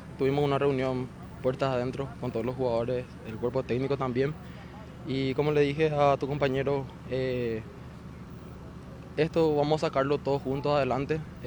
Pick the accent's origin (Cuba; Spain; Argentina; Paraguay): Paraguay; Itauguá, Central; Yo soy de itagüeña, sí, está en mi ciudad.